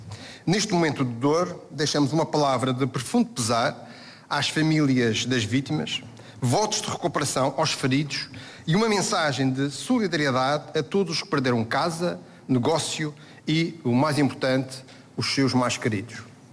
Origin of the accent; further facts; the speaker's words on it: Madeira, Portugal; Hoje é o vosso dia, é o nosso dia. O dia de quem tem orgulho de dizer, eu sou madeirense.